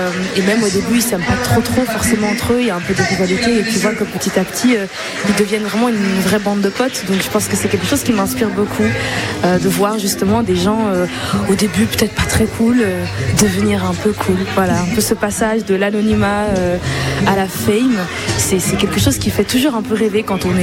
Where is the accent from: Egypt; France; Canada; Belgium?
Belgium; Flanders; J'ai commencé moi à faire des télécrochets très jeune, à l'âge de 13 ans, chez moi en Flandre.